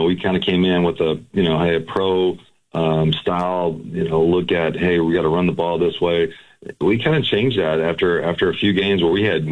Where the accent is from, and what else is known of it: Louisville, Kentucky, United States; born or raised there